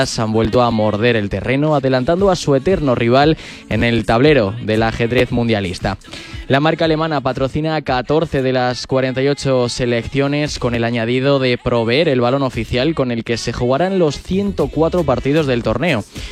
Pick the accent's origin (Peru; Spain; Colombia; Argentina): Spain